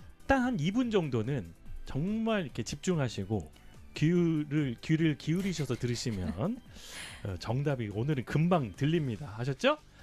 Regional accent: Daejeon, South Korea; 내 고향 대전.

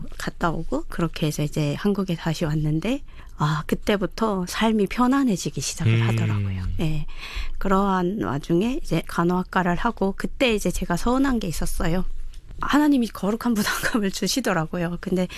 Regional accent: North Korea; born there; 북한에서 태어난 게 그다음부터 감사했어요.

